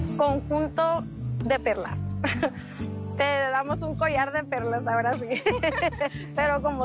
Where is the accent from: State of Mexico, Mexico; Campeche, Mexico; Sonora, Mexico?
Sonora, Mexico; Pues es que somos de Sonora, pero tampoco tenemos, vamos a poner algo así como para que al rato la gente se ríe de nosotros.